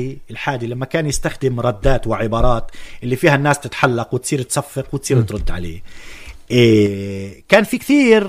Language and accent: Arabic; Ein Mahil, Northern District, Israel; عشائر كانت موجودة شرقي مدينة الناصر، شرقي قريتنا عين ماهل